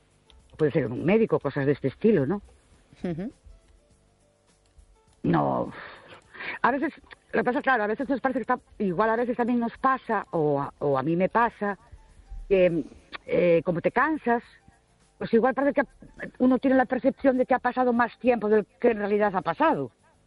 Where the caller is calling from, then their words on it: Ourense, Galicia, Spain; Buenas noches. … de Ourense.